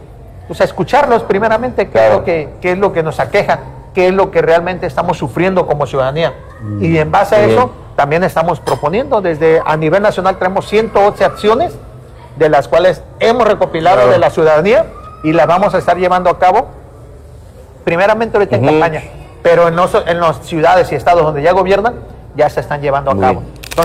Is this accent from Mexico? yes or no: yes; Acapulco, Guerrero, Mexico; por ser pues de Acapulco